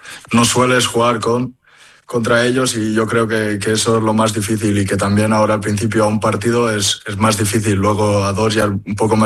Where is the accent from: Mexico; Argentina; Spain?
Spain; Valencian Community; A mí, yo como soy valenciano, me gusta el Valencia.